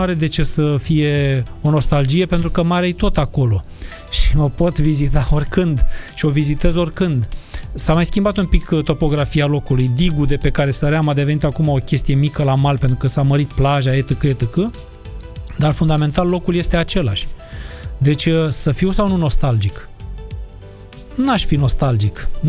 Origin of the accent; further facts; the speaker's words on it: Constanța, Constanța County, Romania